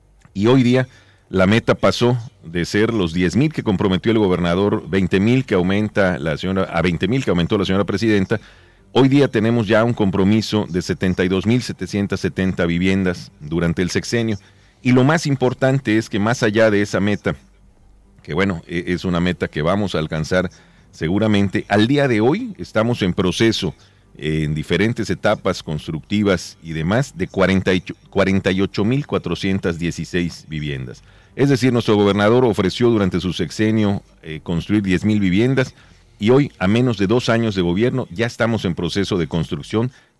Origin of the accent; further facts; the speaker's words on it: Yucatán, Mexico; muy gratificante como funcionario y más como yucateco.